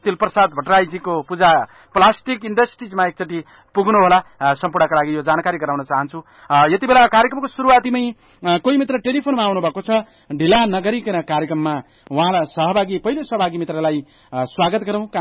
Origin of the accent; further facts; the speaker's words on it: Kaligandaki, Gandaki Province, Nepal; स्याङ्जा कालीगण्डकी गाउँपालिका बलाम बेल्टारी भन्ने ठाउँमा चाहिँ मेरो घर।